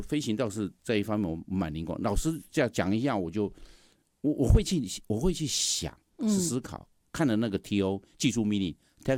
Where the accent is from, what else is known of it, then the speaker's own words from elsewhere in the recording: Tainan, Taiwan; 我第一志愿填台南机场，因为我台南人啊，我当然填台南，离家近，